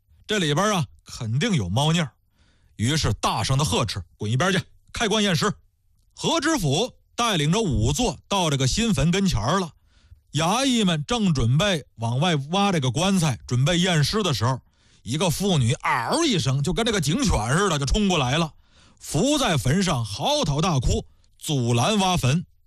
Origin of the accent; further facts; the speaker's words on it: Bohai Sea coast, China; 我们老家呢也是在渤海边上，